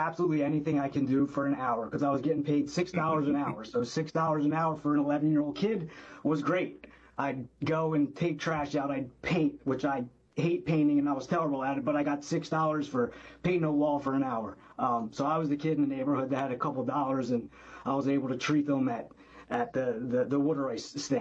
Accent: Clifton Heights, Pennsylvania, United States; I'm from the beautiful town of Clifton Heights, Pennsylvania, right outside of Philadelphia.

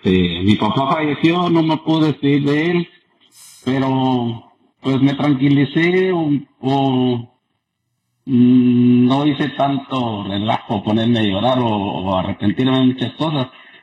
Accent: Guatemala; No, pero pues de todos modos, soy de Guatemala y me encanta el programa de ustedes.

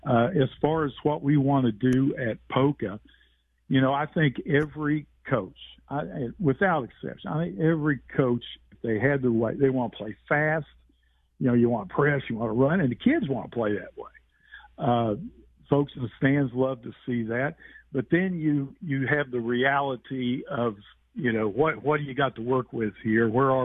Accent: Huntington, West Virginia, United States; So, but I'm from Huntington.

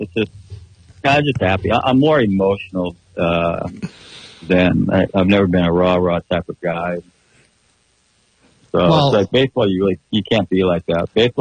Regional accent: San Luis Obispo, California, United States; in my entire existence growing up in San Luis

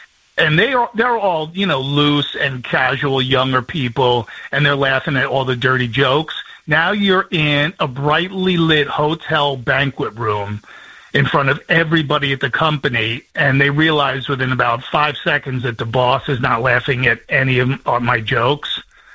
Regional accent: New Jersey, United States; I'm from Jersey. Jersey's is a good punchline for people.

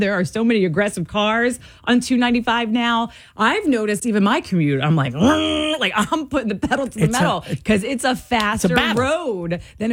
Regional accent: New Jersey, United States; We're all on the same page because we're from New Jersey, but it's like a public service announcement for anybody visiting the state.

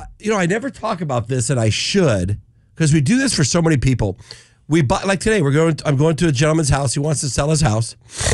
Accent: San Diego, California, United States; now in Las Vegas, United States; I'm from San Diego.

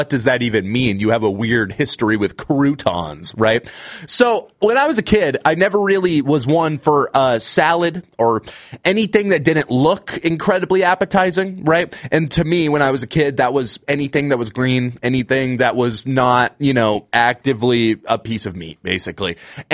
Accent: Manson, Washington, United States; I was working at a sandwich shop at my home in my hometown of Manson, Washington

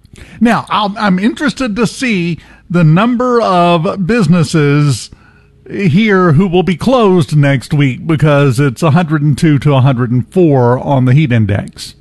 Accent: Mississippi, United States; I'm from Southwest Mississippi.

